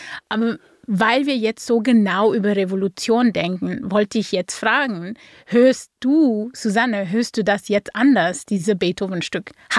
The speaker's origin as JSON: {"language": "German", "town": "Cape Town", "region": "Western Cape", "country": "South Africa", "tie": "born or raised there", "second_language": "German", "moved": "yes", "said": "am Anfang bin ich in Kapstadt geboren. Ich war in einem braunen Gebiet mit Leuten, die braune, schwarze Leute sind."}